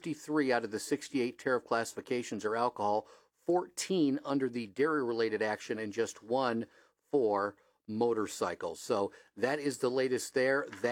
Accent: Ohio, United States; But part of my Saturday mornings growing up in Northwest Ohio, rest in peace, Dennis Haskins.

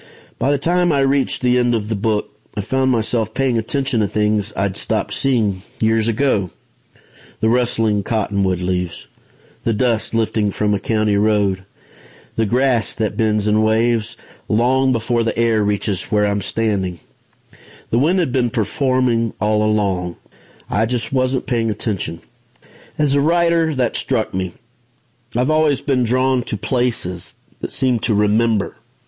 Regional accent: Goodwell, Oklahoma, United States; from Goodwell, Oklahoma

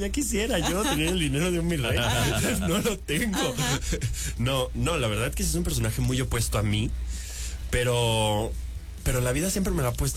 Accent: Peru; Isabela es cubana, Denia es griega, yo soy peruano.

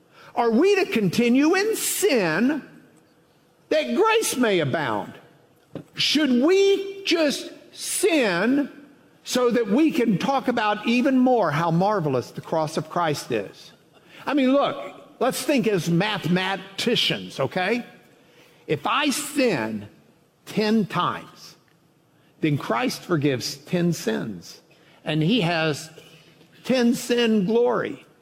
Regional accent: Lubbock, Texas, United States; Where I grew up in Lubbock, no way.

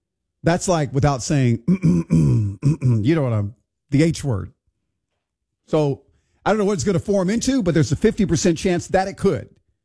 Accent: Houston, Texas, United States; now in Lafayette, United States; My hometown, Houston

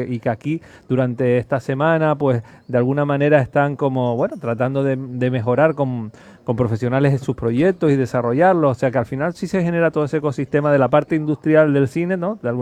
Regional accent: Canary Islands, Spain; sobre todo en un territorio como el nuestro, como Canarias, donde hay una fragilidad muy, muy evidente entre la naturaleza y nosotros y nuestro modo de vida, ¿no?

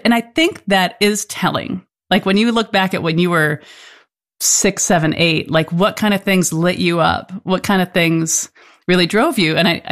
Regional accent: Farmington, Connecticut, United States; I grew up in Farmington, Connecticut, and it was a nice place to be. And I also came out of the closet as a gay person in the 90s there

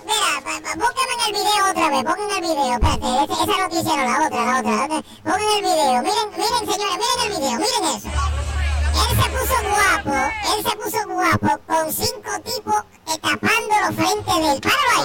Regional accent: Santo Domingo, Distrito Nacional, Dominican Republic; No, porque yo soy de Capotillo.

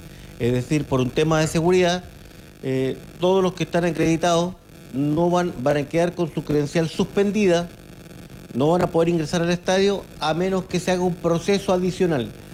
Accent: Chile; y fue, si se quiere, uno como chileno, hasta emocionante poder ser partícipe de un partido de esa laya.

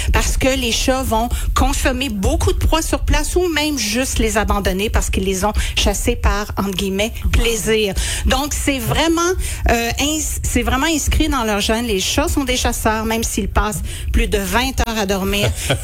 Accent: Quebec, Canada; Si on ramène ça chez nous au Québec, on parle entre 20 et 200 millions d'oiseaux.

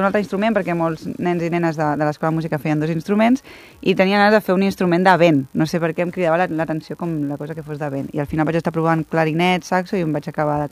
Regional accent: Barcelona, Catalonia, Spain; Al Raval, sí, jo soc del Raval, vaig començar allà.

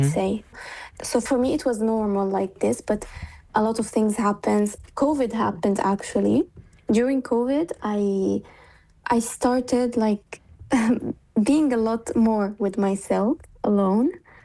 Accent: Italy; English is a second language; So I was born and raised in Italy. So I lived my life here, basically. But I always lived in a space that was in between two cultures, because I used to speak bilingual at home.

